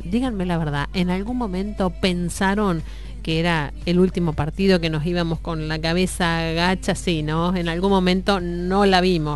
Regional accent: Argentina; Realmente es algo maravilloso que nos tocó tener como argentinos.

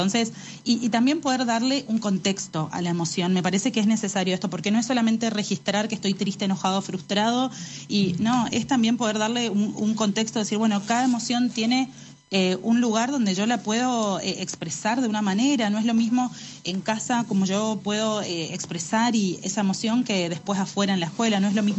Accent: Argentina; de que nos podemos volver a unir como argentinos, que podemos sentir orgullo de estar acá

